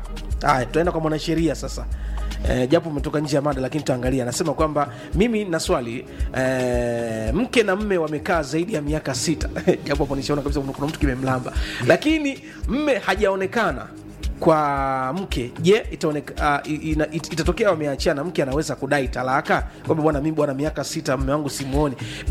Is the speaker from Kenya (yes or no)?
no; Kipera, Iringa, Tanzania; natoka Iringa kijijini, kijiji cha Kipera kata ya Nzihi.